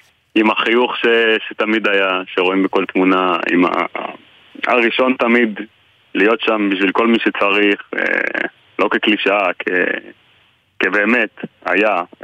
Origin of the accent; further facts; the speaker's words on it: Beit HaShita, Northern District, Israel; ההורים שלנו גרים בית מול בית, גדלנו ביחד באותו קיבוץ מגיל אפס.